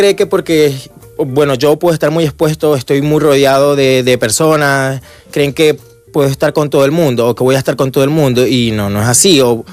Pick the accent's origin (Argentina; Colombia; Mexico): Colombia; also born or lived in Venezuela; now in Barcelona, Spain; Yo nací en Venezuela, pero me crié en Colombia, soy de los dos lugares.